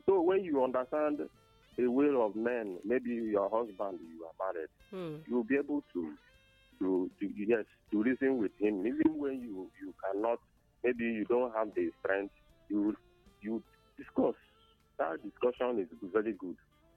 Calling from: Ebonyi, Nigeria; I'm calling from Ebonyi State.

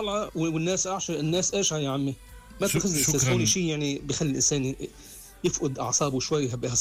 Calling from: Beirut, Beirut Governorate, Lebanon; من بيروت.

